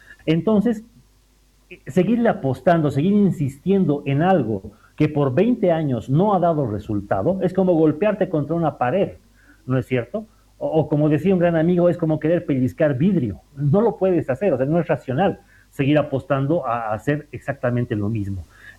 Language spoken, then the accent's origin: Spanish; Bolivia